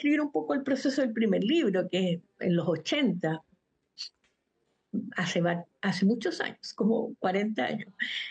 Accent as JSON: {"language": "Spanish", "country": "Chile", "also_born_or_lived": "Sweden", "moved": "as an adult", "said": "Solo fue cuando volví y conocí lo que estaba pasando en Chile"}